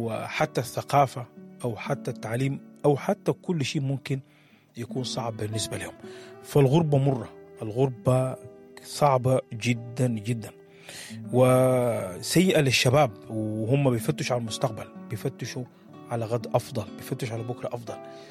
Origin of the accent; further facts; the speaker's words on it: Sudan; واحنا كسودانيين متعودين، في ناس بتستغرب الحمد لله